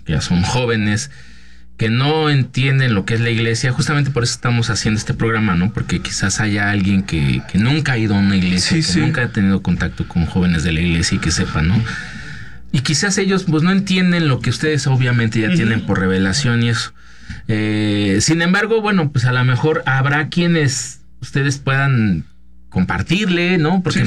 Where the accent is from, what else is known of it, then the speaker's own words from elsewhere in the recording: Mexico; así somos los mexicanos